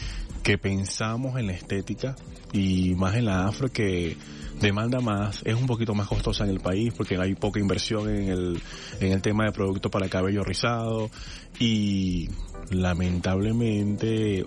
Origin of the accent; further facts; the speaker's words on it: Venezuela; que dan resultado a lo que somos como venezolanos hoy en día.